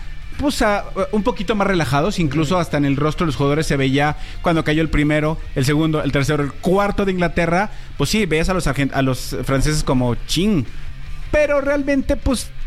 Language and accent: Spanish; Mexico; para como mexicano, después de Haaland, creo que Bellingham fue el jugador que se ganó sí.